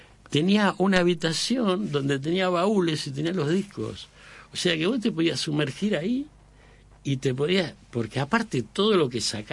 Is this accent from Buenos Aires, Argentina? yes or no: yes; Buenos Aires, Argentina; Yo soy nací en Villa Crespo, me crié toda la vida en Villa Crespo